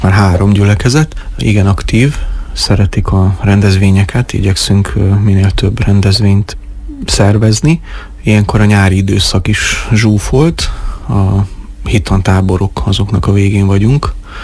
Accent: Oradea, Bihor, Romania; moved away as an adult; also born or lived in Cluj-Napoca / Érmellék; now in Mezőkeresztes, Hungary; Mi Erdélyből érkeztünk, konkrétabban a Párciumból, Érmellékről. Én nagyváradi származású vagyok.

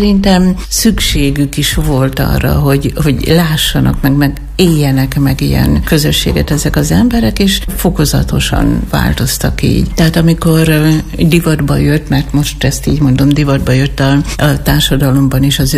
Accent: Hajdúböszörmény, Hajdú-Bihar, Hungary; also born or lived in Szatmár; now in Szentes, Hungary; Én Hajdú Bihari vagyok, és egy szinte teljesen református település, vagy legalábbis dominál Hajdúbeszörményben a reformátusság. Aztán, amikor Szatmárba kerültünk, azt is meg kellett szokni

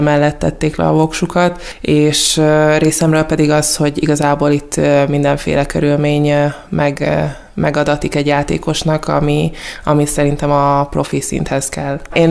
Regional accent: Budapest, Hungary; now in Nyíregyháza, Hungary; én ezt pestiként álmomba se gondoltam volna

